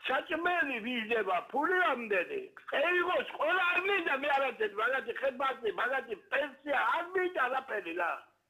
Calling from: Batumi, Adjara, Georgia; ბათუმიდან ვარ.

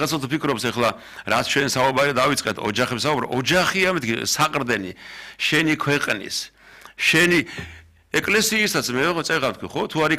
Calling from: Mtskheta-Mtianeti, Georgia; ეხა მე ხევსური ვარ

